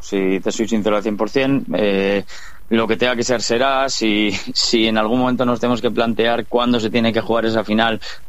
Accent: Binéfar, Aragon, Spain; es el título que más orgullo nos trae a todos los que somos de Binefar y del Binefar.

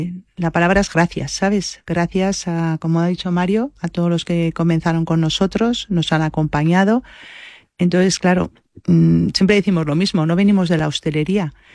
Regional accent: Vitoria-Gasteiz, Basque Country, Spain; yo soy vasca, que soy de Vitoria

